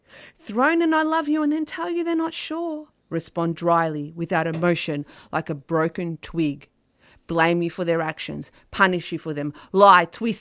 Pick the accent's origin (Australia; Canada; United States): Australia; born there; my Cypriot heritage. That's why I call myself Cypriot Australian, even though I was born here, because I don't fully see myself as just Australian.